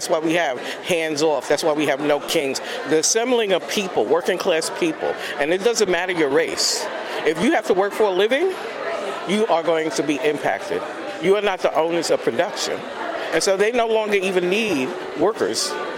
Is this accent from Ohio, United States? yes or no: no; New York, United States; I'm from New York, right? But I'm living here in California.